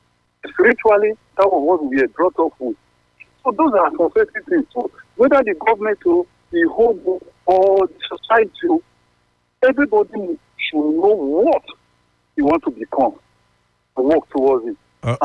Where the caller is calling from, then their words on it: Asaba, Delta, Nigeria; I'm calling from Asaba.